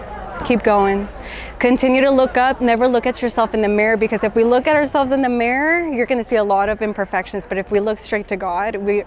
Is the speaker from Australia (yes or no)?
no; Mexico; now in United States; I'm from Texas, but Mexican, from Mexico.